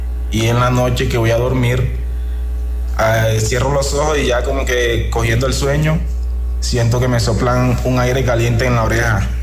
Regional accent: Fundación, Magdalena, Colombia; also born or lived in Arauca; Yo soy de Fundación Magdalena, pero en ese tiempo me fui a vivir a Arauca, ahí cerca de Venezuela.

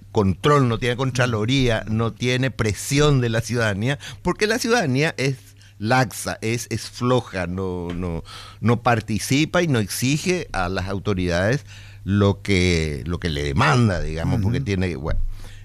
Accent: Paraguay

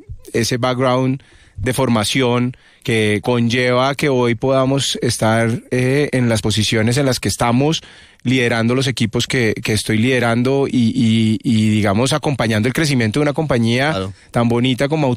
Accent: Bogotá, Colombia; por el trabajo de mi padre tuve la fortuna de vivir en diferentes partes del país, sí. y del planeta, y eso hace que se le esconda a uno, pero soy bogotano 100%, Rolo. Nacido aquí en Bogotá.

